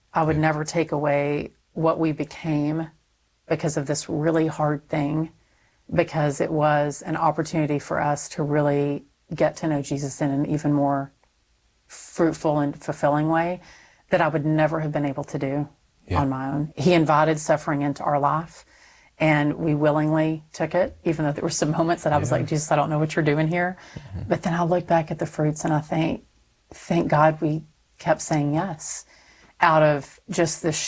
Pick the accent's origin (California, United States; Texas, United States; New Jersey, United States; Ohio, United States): Texas, United States; So I'm Texan. So it should have a pronunciation guide in there